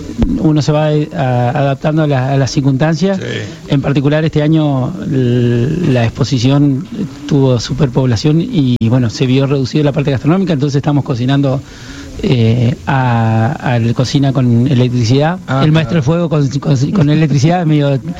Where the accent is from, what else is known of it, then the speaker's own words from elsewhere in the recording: Viale, Entre Ríos, Argentina; moved away as an adult; now in Paraná, Argentina; Y yo estoy en Paraná todo el año porque mi señora me llevó para allá, soy nacido en Viale.